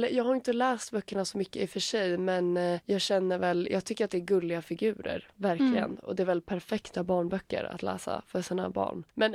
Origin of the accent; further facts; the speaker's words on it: Finland; accent: Finland Swedish; Ursäkta min finlandssvenska.